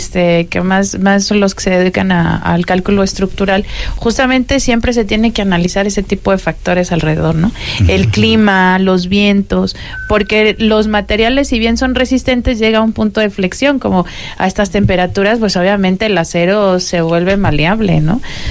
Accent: Mexico; la cultura al final que tenemos nosotros como mexicanos es diferente.

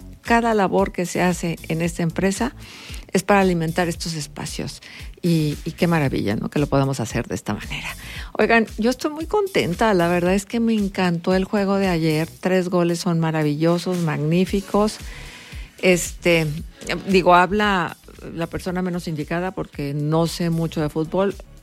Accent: Mexico; Todos somos mexicanos.

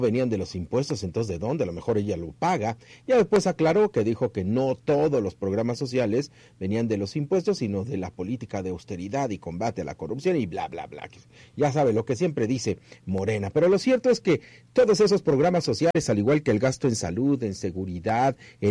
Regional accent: Mexico

